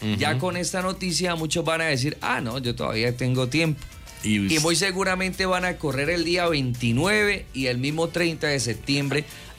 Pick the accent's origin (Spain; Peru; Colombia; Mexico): Colombia; los colombianos dejamos todo para última hora